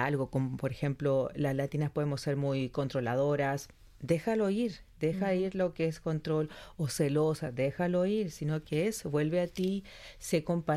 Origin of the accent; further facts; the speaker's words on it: Chile; also born or lived in Australia; Yo soy chilena, por tanto ya tenía que empezar a hablar un español más neutro y o con ellos tenías que hablar solamente en inglés.